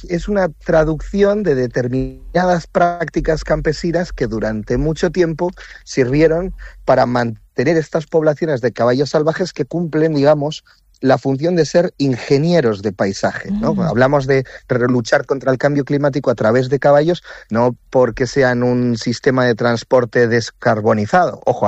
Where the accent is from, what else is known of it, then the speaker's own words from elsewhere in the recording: Ourense, Galicia, Spain; Catalan is a second language; now in Argentina; Sí, jo sóc gallec, sóc d'Ourense, mai he viscut pràcticament a Catalunya